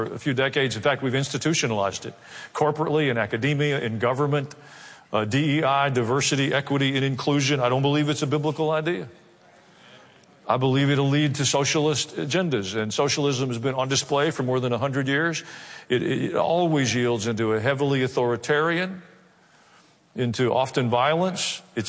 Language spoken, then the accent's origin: English; Kansas City, Missouri, United States; born there; I was born in Kansas City, Missouri.